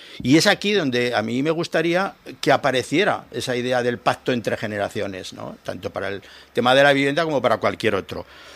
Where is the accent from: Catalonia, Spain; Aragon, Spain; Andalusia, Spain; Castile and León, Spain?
Aragon, Spain; Zaragoza; Los aragoneses de hoy, los zaragozanos de hoy, no somos los zaragozanos de ayer. No podemos pensar exclusivamente en los que nacimos aquí.